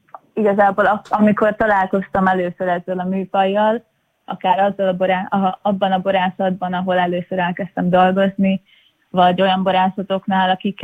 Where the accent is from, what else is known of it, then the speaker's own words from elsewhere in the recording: Békéscsaba, Békés, Hungary; Igen, én Békés Csabai vagyok.